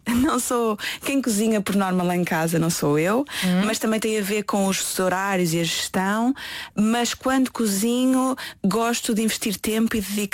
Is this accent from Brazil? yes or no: no; Northern Portugal, Portugal; Eu sou do Norte e gosto muito do Norte